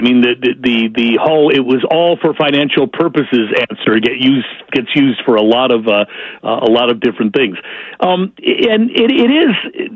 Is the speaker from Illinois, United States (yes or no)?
yes; Chicago, Illinois, United States; I grew up in Chicago